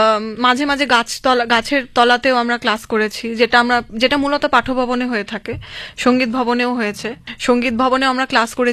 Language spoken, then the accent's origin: Bangla; West Bengal, India; first language Bengali; আমি বাঙালির মেয়ে, আমার মাতৃভাষা বাঙালি মানে বাংলা